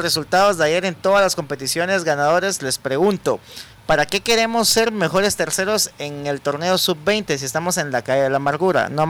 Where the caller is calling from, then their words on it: Cantel, Quetzaltenango, Guatemala; de Cantel. Hoy sí luto por el deporte de Guatemala.